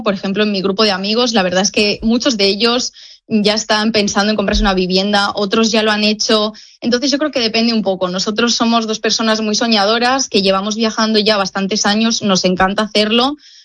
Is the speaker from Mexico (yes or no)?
no; Spain; moved away as an adult; now in Iceland; cada vez que les decimos que somos españoles